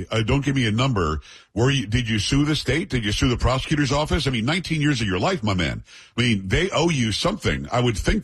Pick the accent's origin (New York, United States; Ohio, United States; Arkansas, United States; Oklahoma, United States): New York, United States; now in Texas, United States; because I live in Texas now, but I'm from New York.